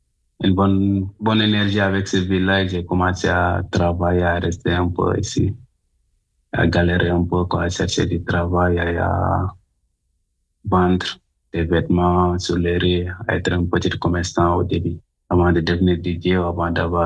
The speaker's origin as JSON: {"language": "French", "region": "Dakar", "country": "Senegal", "tie": "born or raised there", "moved": "as an adult", "lives_now": "Essaouira, Morocco", "said": "j'étais au Sénégal, j'ai grandi à Dakar"}